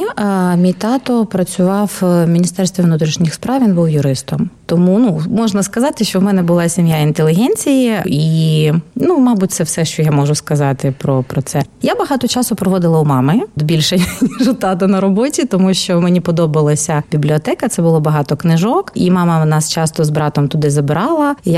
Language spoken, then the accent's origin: Ukrainian; Kyiv, Ukraine; born there; Я народилася в місті Києві в 1979 році, в минулому сторіччі.